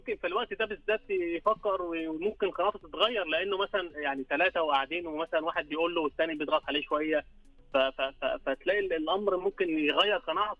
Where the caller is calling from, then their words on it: Dubai, United Arab Emirates; من معك بكلاس من دبي.